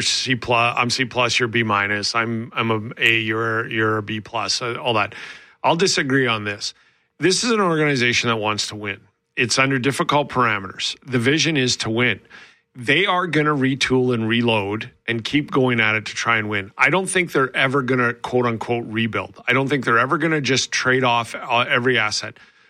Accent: Lethbridge, Alberta, Canada; growing up in Lethbridge, as a Flames fan

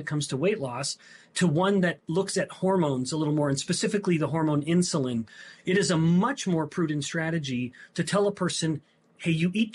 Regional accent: Canada; I was amused, of course, as a Canadian boy to be invited to have such influence on U.S. politics and strategy.

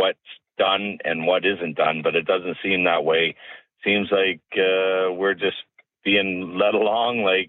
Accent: Canada; I think we deserve better as Canadian citizens paying these high taxes

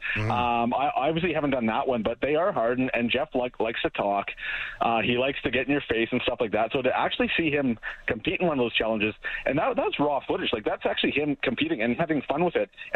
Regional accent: Edmonton, Alberta, Canada; I'm obviously from Edmonton. I'm a big country fan. I love my country music

